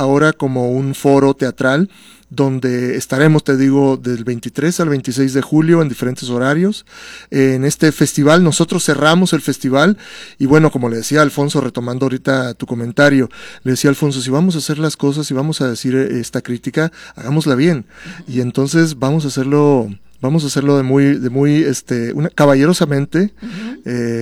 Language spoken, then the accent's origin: Spanish; Sonora, Mexico; yo que también soy sonorense, estamos ahí, somos los sonorenses que formamos parte de este musical.